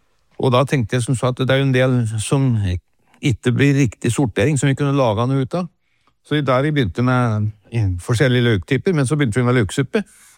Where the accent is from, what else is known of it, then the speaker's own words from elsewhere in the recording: Åsmarka, Innlandet, Norway; Nei, men min far drev jo forretning I Åsmarka, der jeg vokste opp.